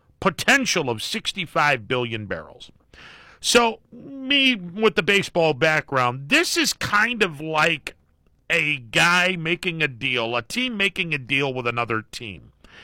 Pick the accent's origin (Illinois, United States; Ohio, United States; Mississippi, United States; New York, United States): Ohio, United States; Mahoning Valley; I grew up in the Mahoning Valley